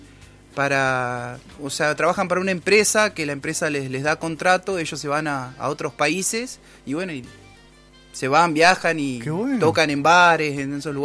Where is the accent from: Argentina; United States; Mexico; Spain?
Argentina; Paraná, Entre Ríos; somos de Paraná los dos